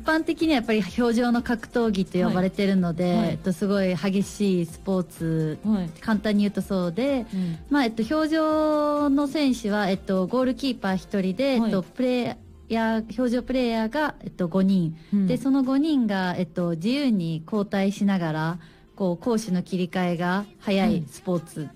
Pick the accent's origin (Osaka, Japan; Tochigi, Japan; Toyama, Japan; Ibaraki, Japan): Osaka, Japan; 大阪です。でアイスホッケーも大阪で始めました。